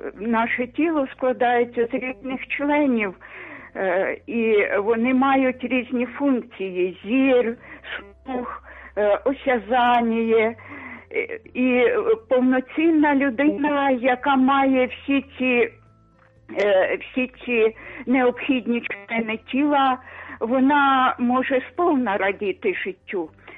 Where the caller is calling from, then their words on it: Kyiv, Ukraine; Доброго Божого раночку, я з Києва телефоную.